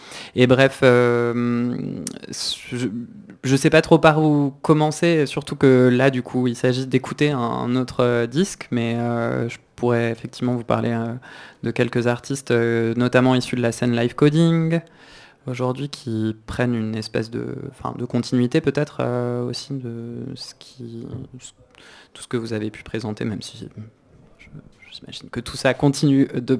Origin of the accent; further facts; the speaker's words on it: Strasbourg, Grand Est, France; Je viens de Strasbourg